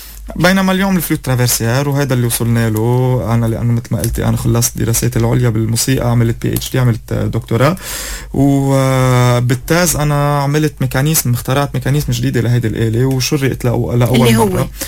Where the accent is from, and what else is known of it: Lebanon